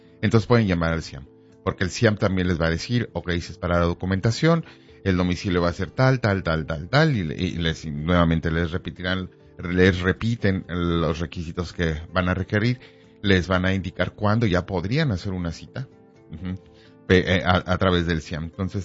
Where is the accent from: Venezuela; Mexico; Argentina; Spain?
Mexico; now in Omaha, United States; nuestra herencia y nuestras costumbres como mexicanos, como latinos